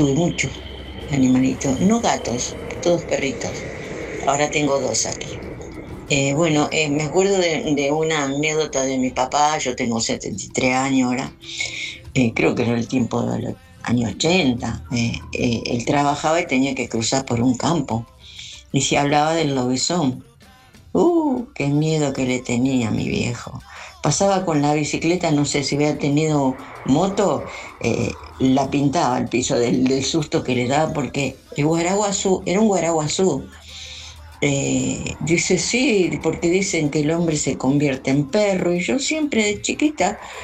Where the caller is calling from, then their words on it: Rosario, Santa Fe, Argentina; de Rosario